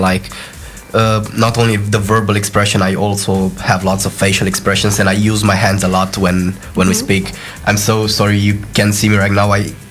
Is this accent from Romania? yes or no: yes; Romania; English is a second language; moved away; I am from Romania.